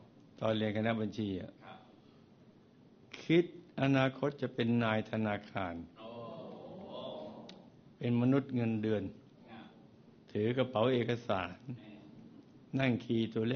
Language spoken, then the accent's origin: Thai; Bangkok, Thailand; also born or lived in Betong; ผมเกิดที่เบตงจังหวัดยะลานี่มาต่อที่กรุงเทพผมเป็นพี่น้อง5คนหญิง3ชาย2ครับ